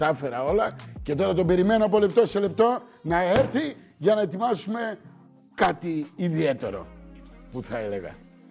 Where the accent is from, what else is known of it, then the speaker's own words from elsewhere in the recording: Thessaloniki, Central Macedonia, Greece; στην πόλη μου, στη Θεσσαλονίκη.